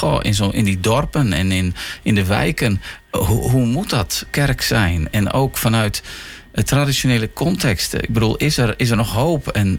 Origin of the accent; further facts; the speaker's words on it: Sneek, Friesland, Netherlands; ik ben wel vroeger opgegroeid. Ik kom uit Sneek.